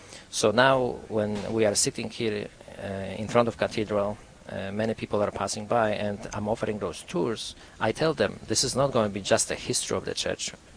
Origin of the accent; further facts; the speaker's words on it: Poland; English is a second language; now in United States; we are Catholics, and I grew up in Poland, in a Catholic country. When I arrived to the United States